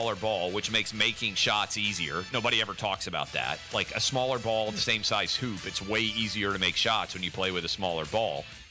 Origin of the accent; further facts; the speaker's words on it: Nashville, Tennessee, United States; now in Miami, United States; We're also on in Nashville, by the way, my hometown, 98.3.